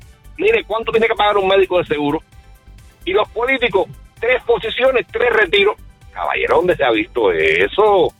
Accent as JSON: {"language": "Spanish", "country": "Cuba", "said": "Así, entonces, mire, yo soy cubano. ¿Qué más quisiera yo que salir de Cuba?"}